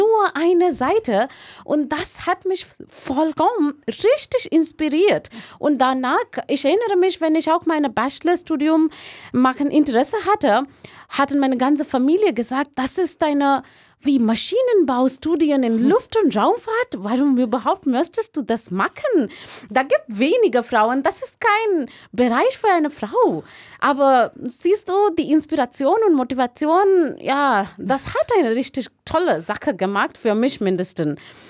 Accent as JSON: {"language": "German", "country": "India", "second_language": "German", "said": "hatte ich für mich diesen Kurs gesucht in einer anderen Stadt in Indien. Davor hatte ich auch von meiner Heimat, davor muss ich von meiner Heimat umsehen, so einen anderen Ort sehr weit weg."}